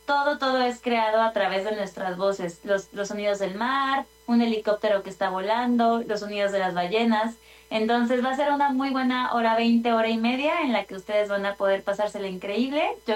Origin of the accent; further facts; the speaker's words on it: State of Mexico, Mexico; moved away as an adult; now in Mexico City, Mexico; Yo soy del Estado de México, pero viví algún tiempo bueno, allá en el norte